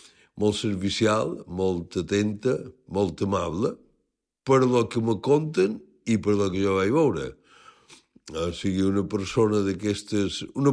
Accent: Palma, Balearic Islands, Spain; I vaig néixer aquí prop, a Ciutat, el carrer 31 de desembre, me diuen, dia 4 de desembre de 1944. Això vol dir que ja he fet els 81 anys.

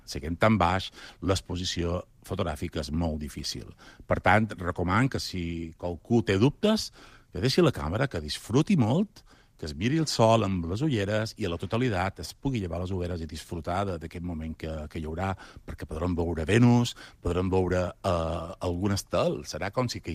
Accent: Balearic Islands, Spain; jo, com a mallorquí, com a bon mallorquí que som

